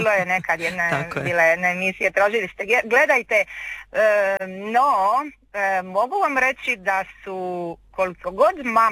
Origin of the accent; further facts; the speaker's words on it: Croatia; now in Italy; naš problem, ne samo kod nas u Hrvatskoj, nego i u, ja to vidim i ovdje u Italiji